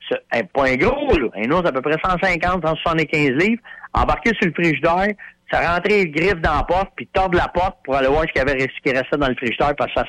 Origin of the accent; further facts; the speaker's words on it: Canada; nous autres, on est des Canadiens, nous autres, on est fins, là, OK?